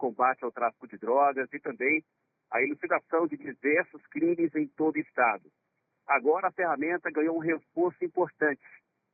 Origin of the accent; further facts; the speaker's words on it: Rio de Janeiro, Brazil; Isso, sou carioca.